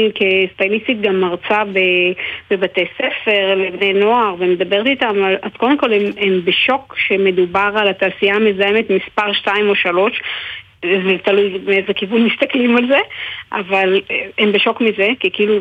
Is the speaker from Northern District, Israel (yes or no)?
yes; Northern District, Israel; באזור הצפון ממנו אני באה